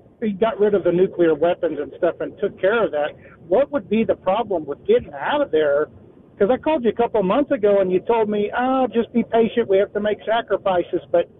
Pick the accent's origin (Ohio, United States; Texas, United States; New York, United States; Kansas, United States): Texas, United States; Not currently, but I am from Texas, yes.